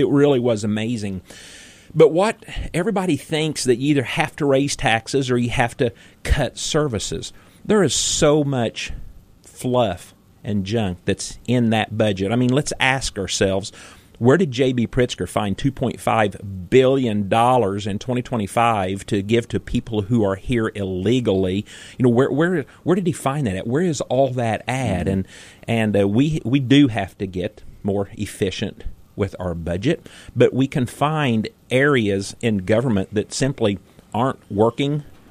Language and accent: English; Louisville, Illinois, United States; now in Xenia, United States; Louisville. Louisville is my hometown. Xenia is my address. We're right between the two, so very, very rural area.